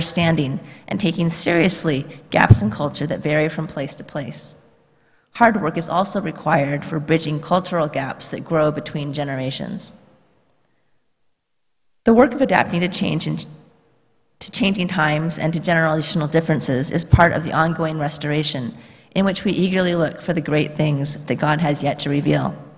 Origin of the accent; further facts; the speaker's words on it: United States; as an American